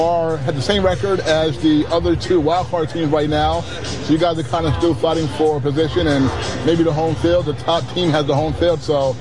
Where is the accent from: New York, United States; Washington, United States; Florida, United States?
New York, United States; You know, so I'm from New York here. I grew up a Yankee fan